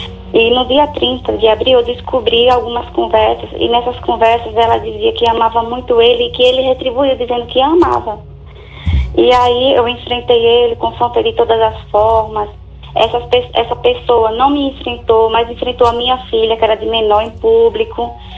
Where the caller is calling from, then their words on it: Sergipe, Brazil; Eu falo de Sergipe.